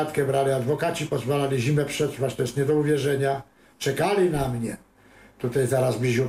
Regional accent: Radom, Masovian Voivodeship, Poland; Urodziłem się koło kina Przyjaźń, naprzeciwko 200 metrów w Radomiu było kino Przyjaźń.

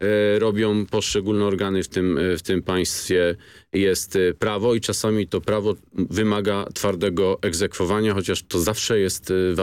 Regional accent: Greater Poland Voivodeship, Poland; Jestem Wielkopolaninem.

